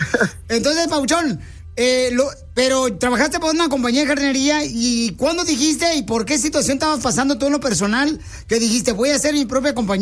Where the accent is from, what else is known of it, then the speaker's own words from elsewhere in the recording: Mexico; ¡Viva México! Así somos nosotros los mexicanos.